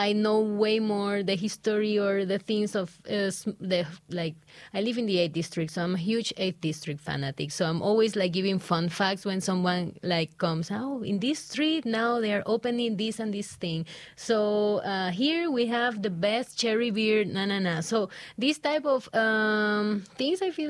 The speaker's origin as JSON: {"language": "English", "country": "Ecuador", "moved": "as an adult", "lives_now": "Budapest, Hungary", "said": "every time I was saying that I was from Ecuador, I always had like a good reaction."}